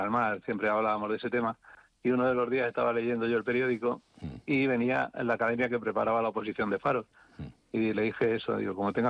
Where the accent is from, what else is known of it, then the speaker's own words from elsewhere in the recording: Madrid, Community of Madrid, Spain; moved away as an adult; yo soy de Vallecas